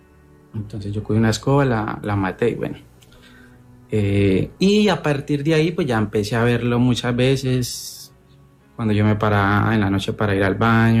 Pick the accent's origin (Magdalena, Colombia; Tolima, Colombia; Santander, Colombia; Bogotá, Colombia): Tolima, Colombia; en mi caso yo soy del Tolima y justamente el domingo 9 de agosto viajé a Cali por una cita médica